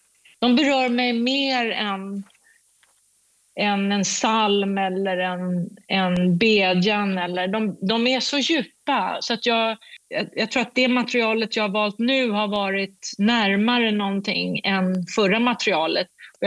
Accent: Sweden; Jag är en svensk kvinna.

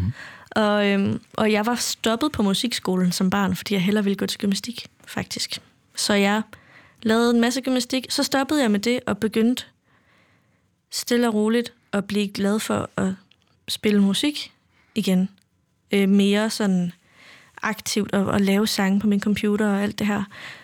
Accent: Central Denmark Region, Denmark; Ja. Ja, en lille bitte landsby i Vestjylland.

